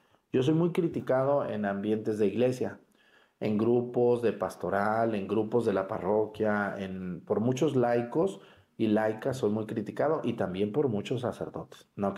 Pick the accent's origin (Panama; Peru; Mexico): Mexico; Mexticacán, Jalisco; incluso las obras que hemos hecho en mi pueblo, en Mesticacán, de los tres corazones, del corazón monumental y otras más